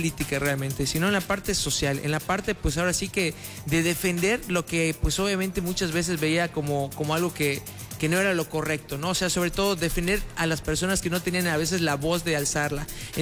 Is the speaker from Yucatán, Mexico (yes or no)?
yes; Mérida, Yucatán, Mexico; Y digo nosotros por la parte de Mérida, de Yucatán.